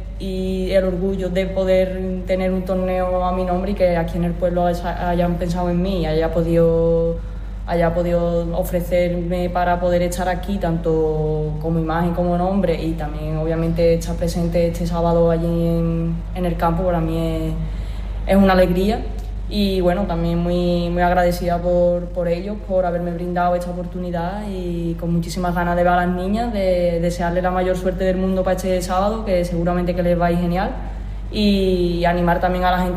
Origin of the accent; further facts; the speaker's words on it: Morón de la Frontera, Andalusia, Spain; como disfruté yo en mis inicios aquí en Morón